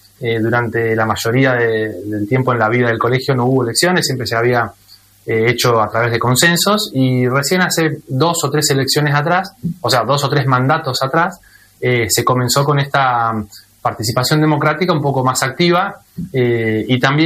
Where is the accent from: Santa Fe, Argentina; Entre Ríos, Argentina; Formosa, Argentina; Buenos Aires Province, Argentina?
Buenos Aires Province, Argentina; Olavarría; yo soy de La Barría